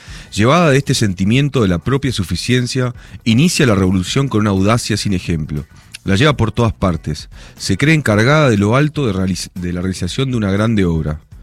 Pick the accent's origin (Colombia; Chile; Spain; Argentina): Argentina